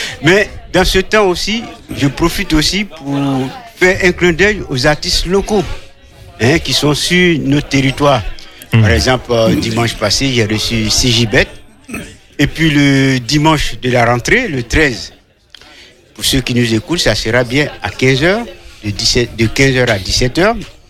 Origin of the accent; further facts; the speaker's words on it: Côte d’Ivoire; now in Angers, France; je suis ivoirien